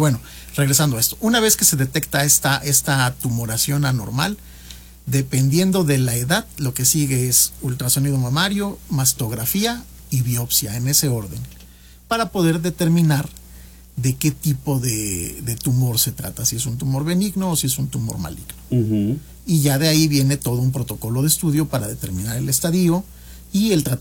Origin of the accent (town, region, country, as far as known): Mexico